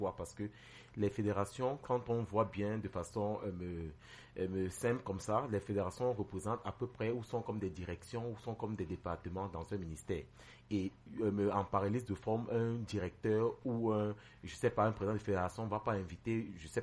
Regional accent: Cameroon; en tant que Camerounais

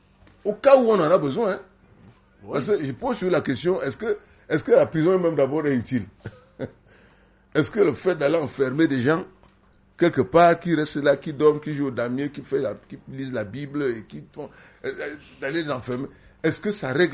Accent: Yoko, Centre, Cameroon; Moi, je me rappelle quand j'étais gamin, j'étais à Yoko. Mon père était gendarme.

